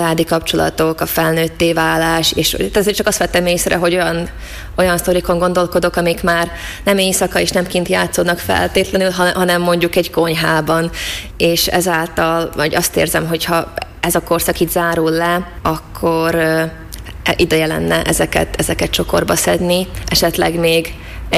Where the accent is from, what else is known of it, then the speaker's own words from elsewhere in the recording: Slovakia; felvidékiként én elég komoly helyzeti előnnyel indultam a fordításoknál, mert a négy országból igazából három nyelven értettem